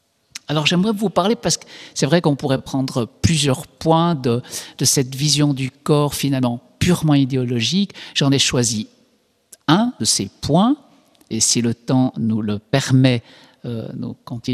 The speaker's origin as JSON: {"language": "French", "country": "Switzerland", "said": "en Suisse, comme je suis suisse"}